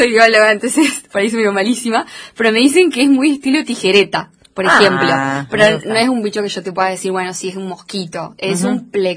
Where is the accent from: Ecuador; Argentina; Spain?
Argentina; Tucumán; moved away as an adult; now in Esquel, Argentina; Bueno, yo soy biotecnóloga. En realidad soy de Tucumán. Estudié en la Universidad Nacional de Tucumán en la Facultad de Bioquímica